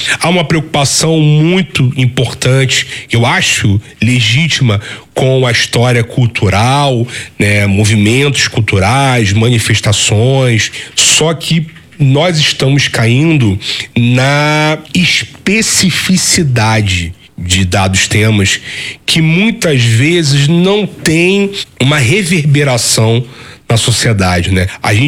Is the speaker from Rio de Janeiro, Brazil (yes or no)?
yes; Rio de Janeiro, Brazil; also born or lived in Petrópolis